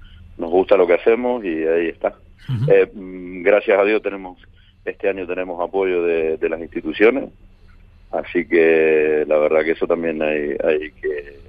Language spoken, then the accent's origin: Spanish; Argentina; argentino